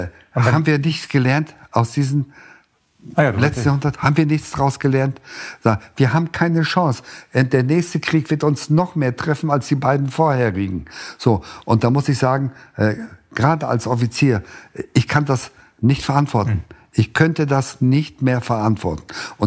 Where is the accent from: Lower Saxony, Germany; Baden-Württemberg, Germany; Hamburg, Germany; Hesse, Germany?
Lower Saxony, Germany; Lohne; sind wir in einem Vertriebenenlager aufgewachsen, als Kind am Rande eines kleinen Städtchens, weit am Rande, nur Lohne im Südoldenburg, ja. Ganz primitiv. Ich erinnere mich an Ziehbrunnen und Matsch